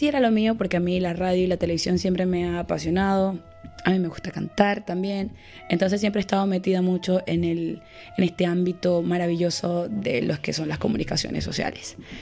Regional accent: Maracaibo, Zulia, Venezuela; moved away as an adult; also born or lived in Peru; yo soy periodista egresada de la Universidad Dr. Rafael Belloso Chacín en Maracaibo, Venezuela

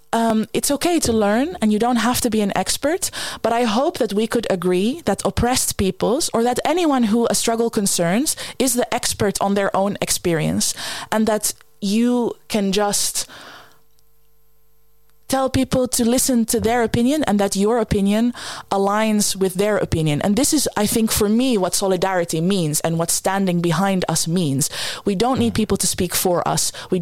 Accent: Netherlands; I grew up in the Netherlands where opinions are sacred. You always have to have one about everything, which I have never really agreed with.

